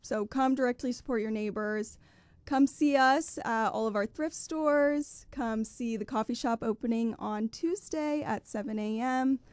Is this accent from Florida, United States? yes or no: no; Boise, Idaho, United States; also born or lived in Georgia; I'm from Boise, a Boise native. There's not many of us, I feel.